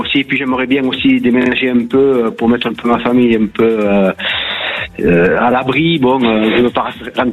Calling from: Occitanie, France

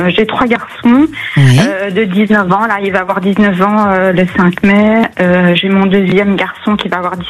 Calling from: Saint-Denis, Réunion; Alors, je appelle de Saint-Denis de la Réunion. C'est un petit peu loin.

